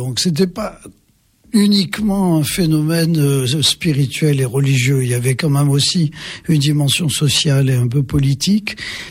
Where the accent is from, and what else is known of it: Limoges, Nouvelle-Aquitaine, France